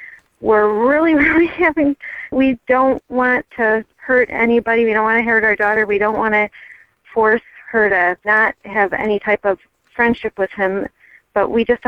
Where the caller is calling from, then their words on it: Michigan, United States; I'm calling from Michigan.